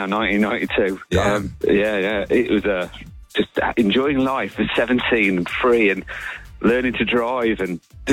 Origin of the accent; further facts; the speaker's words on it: Leicester, East Midlands, United Kingdom; I'm from Leicester